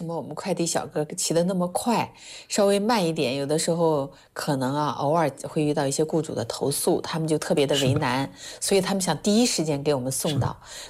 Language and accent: Chinese; China